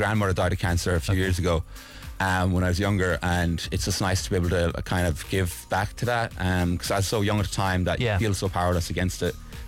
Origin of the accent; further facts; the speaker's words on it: County Kerry, Ireland; I'm from Kerry.